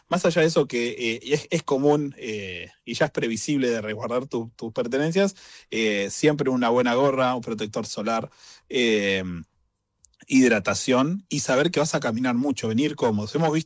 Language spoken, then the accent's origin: Spanish; Azul, Buenos Aires Province, Argentina; born there; now in Buenos Aires, Argentina; yo nací en Azul, soy del interior también